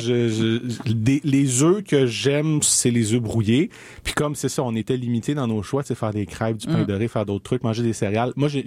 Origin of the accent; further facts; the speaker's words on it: Portugal; Puis je pense que je suis portugais, puis je sais pas, tu sais.